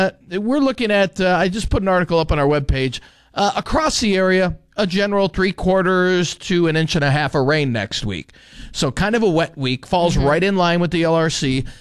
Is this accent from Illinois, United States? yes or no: yes; Illinois, United States; moved away; my hometown in Illinois